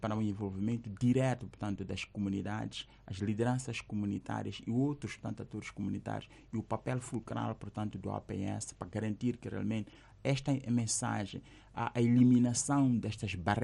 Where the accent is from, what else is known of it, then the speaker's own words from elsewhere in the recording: Mozambique; uma mulher, para sair de casa à maternidade, nós somos moçambicanos, há uma série de aspectos culturais que devem ser observados.